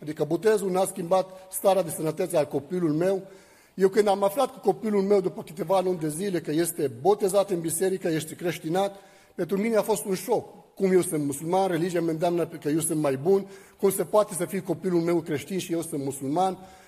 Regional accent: Lebanon; moved away as an adult; now in Bucharest, Romania; sunt din Liban, m-am născut într-o familie de musulmani și aiți.

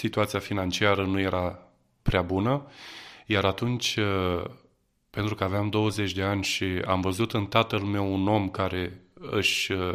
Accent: Galați, Galați County, Romania; born or raised there

